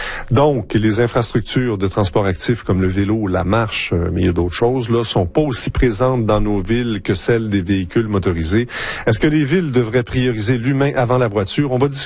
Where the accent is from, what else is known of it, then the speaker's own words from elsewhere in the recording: Montreal, Quebec, Canada; parce que moi je viens de Montréal